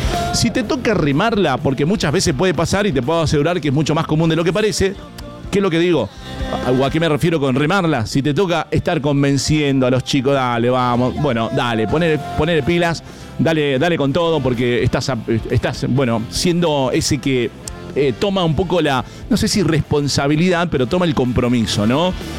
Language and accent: Spanish; Mendoza, Argentina; como mendocinos sabemos lo importante que son las nevadas, ¿no? Para nuestra provincia